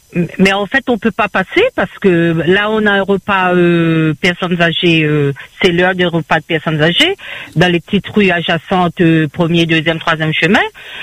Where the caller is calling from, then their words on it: Saint-Benoît, Réunion; moi je suis à Saint-Benoît, au niveau de la Bois-Donnée.